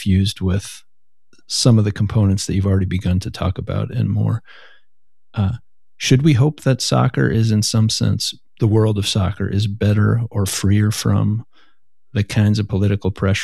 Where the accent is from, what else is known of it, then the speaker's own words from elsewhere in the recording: Chicago, Illinois, United States; growing up in Chicago